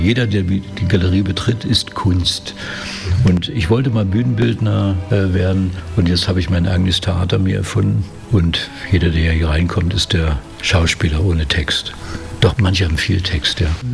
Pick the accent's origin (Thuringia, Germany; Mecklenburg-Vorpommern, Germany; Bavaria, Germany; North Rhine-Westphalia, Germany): Mecklenburg-Vorpommern, Germany; Usedom; also born or lived in Brandenburg / Berlin; now in Dresden, Germany; Also ich bin gebürtiger Brandenburger, Preuße, dann aufgewachsen an der Ostsee, am Meer, auf der Insel Usedom, dann lange in Berlin, das Studium und dann Malerei, Grafik studiert in Dresden